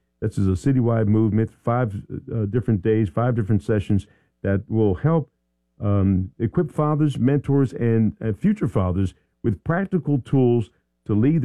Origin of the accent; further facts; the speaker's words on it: Philadelphia, Pennsylvania, United States; I'm from Philly.